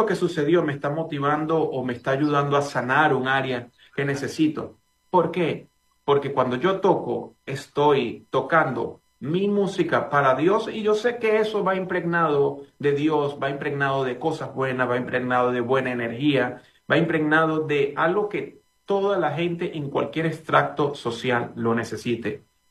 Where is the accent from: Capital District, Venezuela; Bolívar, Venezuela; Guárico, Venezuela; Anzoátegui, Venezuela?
Capital District, Venezuela; Caracas; porque mi familia, yo soy de Caracas, mis padres están allá.